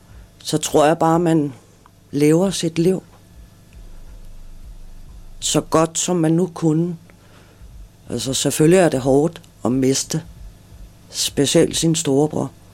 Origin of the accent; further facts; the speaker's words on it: Copenhagen, Capital Region of Denmark, Denmark; Jeg er Amager-pige.